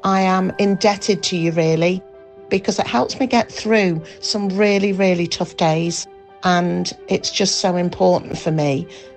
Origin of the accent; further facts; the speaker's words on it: Leeds, Yorkshire and the Humber, United Kingdom; from Leeds.